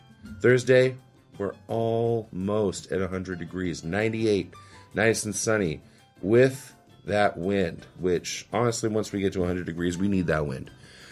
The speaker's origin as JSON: {"language": "English", "area": "Humboldt County", "region": "California", "country": "United States", "tie": "born or raised there", "said": "growing up in Humboldt County, where it just stays nice and gray and kind of wet and foggy."}